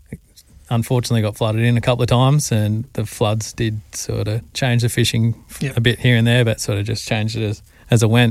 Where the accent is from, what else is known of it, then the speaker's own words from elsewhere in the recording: Canberra, Australian Capital Territory, Australia; now in Darwin, Australia; No, I'm from Canberra originally. So I've been up here since I started guiding, so it's nearly 5 years.